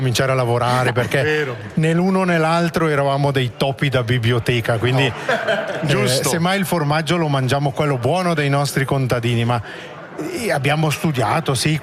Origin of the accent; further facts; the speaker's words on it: Airolo, Ticino, Switzerland; E io sono cresciuto ad Airolo. Noi da Airolo guardavamo un po' così la Mediavalle, quindi io sono già un espatriato in qualche modo.